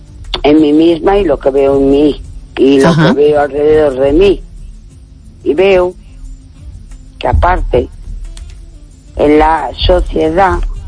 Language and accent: Spanish; A Coruña, Galicia, Spain; Hola, buenas noches. … de Coruña.